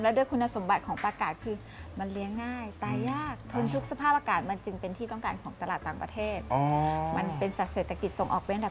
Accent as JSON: {"language": "Thai", "region": "Nakhon Pathom", "country": "Thailand", "tie": "born or raised there", "said": "ไม่มีงานทำแล้วก็มาเริ่มต้นที่บ้านเกิดที่จังหวัดนครปฐมที่เนี่ยค่ะ"}